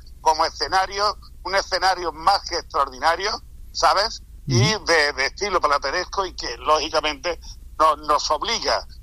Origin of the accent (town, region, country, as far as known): Hinojosa del Duque, Andalusia, Spain